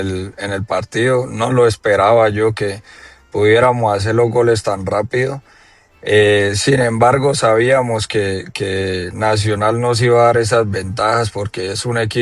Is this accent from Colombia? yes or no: yes; Colombia; para nosotros como colombianos